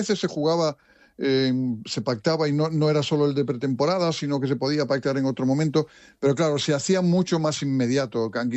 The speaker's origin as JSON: {"language": "Spanish", "town": "Vigo", "region": "Galicia", "country": "Spain", "said": "yo soy de Vigo"}